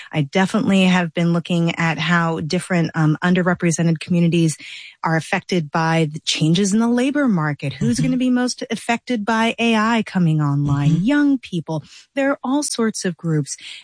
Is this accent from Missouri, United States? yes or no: yes; St. Louis, Missouri, United States; I grew up in St. Louis, Missouri, where we had extreme. Where we had extreme racial, economic, and class divides that were visible all the time.